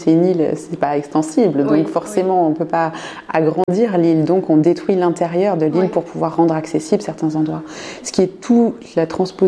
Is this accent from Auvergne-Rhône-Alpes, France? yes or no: yes; Auvergne-Rhône-Alpes, France; ce sont des oiseaux qu'on n'a pas nous chez nous en France, dans la Drôme, dans l'Ardèche.